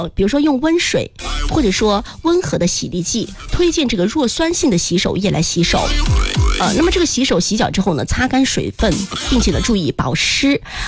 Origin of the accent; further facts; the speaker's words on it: Sichuan, China; 我们四川话叫风丹